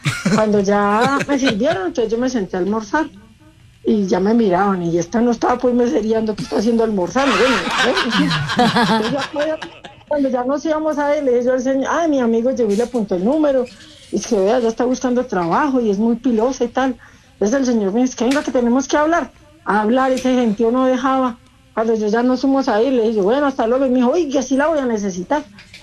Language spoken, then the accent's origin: Spanish; Manizales, Caldas, Colombia; Yo soy de Manizales, Caldas.